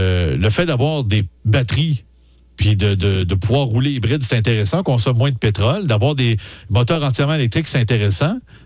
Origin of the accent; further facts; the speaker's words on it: Quebec, Canada; On l'a chez nous au Québec.